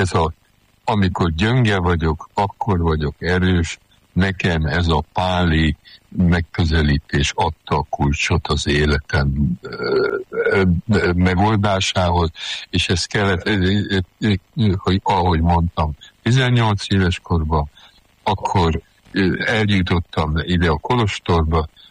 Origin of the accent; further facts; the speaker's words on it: Sopron, Győr-Moson-Sopron, Hungary; És akkor nézd, hát most soproni vagyok